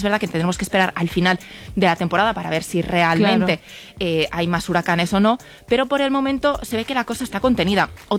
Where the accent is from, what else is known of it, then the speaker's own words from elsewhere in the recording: Lleida, Catalonia, Spain; como yo soy de Lleida, allí con 40 grados a la sombra, es lo que, con lo que me he criado